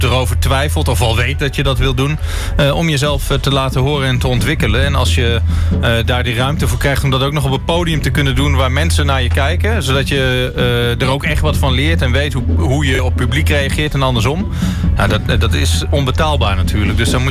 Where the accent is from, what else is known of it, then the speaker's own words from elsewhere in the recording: Doetinchem, Gelderland, Netherlands; Ik kom ook uit Doetinchem. Dus ik ben ook sinds mijn jeugd altijd naar Merlijn bijvoorbeeld geweest.